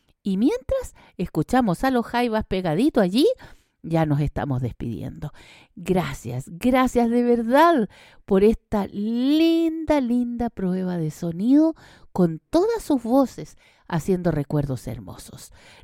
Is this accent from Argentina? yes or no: no; Chile; esto es lo que somos nosotros como identidad chilena